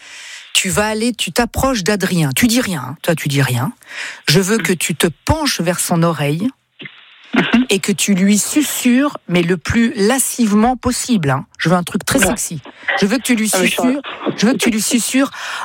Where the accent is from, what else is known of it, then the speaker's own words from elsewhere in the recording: Italy; mais ça c'est les Italiens ça, et je suis italien moi